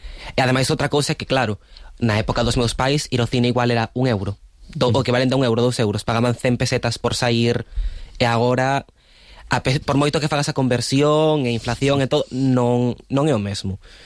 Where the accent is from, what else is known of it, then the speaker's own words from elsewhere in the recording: A Coruña, Galicia, Spain; Sí, a ver, eu son coruñés, e, por exemplo, meus pais, a primeira vez que se mudaron, foi a un piso de protección oficial